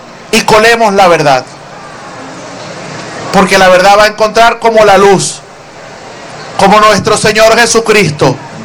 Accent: Venezuela; somos el pueblo venezolano

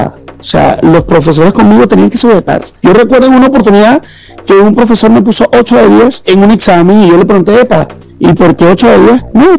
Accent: Güiria, Sucre, Venezuela; Soy de un recóndito pueblo llamado Güiria. Le hice Güiria a la costa en vista de que en mi estado, Estado Sucre, hay dos Güiria. Güiria la playa y Güiria la costa.

